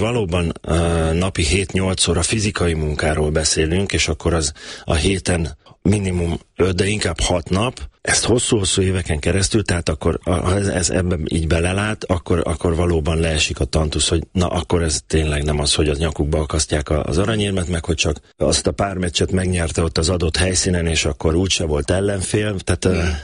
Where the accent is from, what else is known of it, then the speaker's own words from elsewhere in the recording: Szeged, Csongrád-Csanád, Hungary; Igen, én Törzsgyökeres szegedi vagyok, még most is szegedi, vagy én mindig is szegedinek fogom magam vallani. Ott van az alma máterem, ott jártam ki az iskoláimat, gimnáziumig.